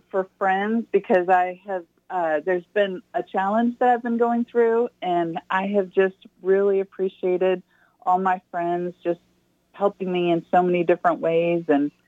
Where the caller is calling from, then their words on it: Columbia, United States; from Columbia.